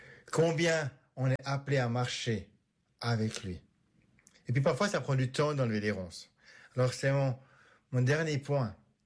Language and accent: French; Switzerland; moved away; J'ai commencé mon ministère en Suisse, parce que je viens de Suisse